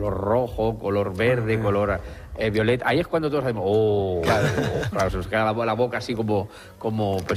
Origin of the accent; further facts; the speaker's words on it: Fernán Caballero, Castilla-La Mancha, Spain; Porque fui pregonero de mi pueblo, de Fernán Caballero, y me dieron un cigarro.